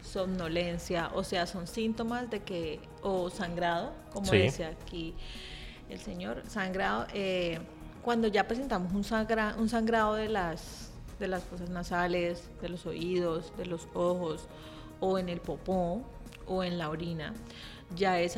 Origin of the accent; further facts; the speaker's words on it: Rivera, Huila, Colombia; yo soy de Rivera